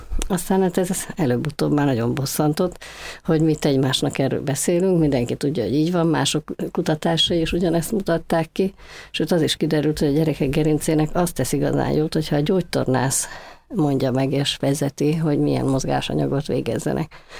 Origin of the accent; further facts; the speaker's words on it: Budapest, Hungary; A Gellért-hegyen laktunk kiskoromban, úgyhogy ott kezdtem a Köböl utcai általános iskolában. Aztán Pestre költöztünk, és a Szemere utcai általános iskolában folytattam.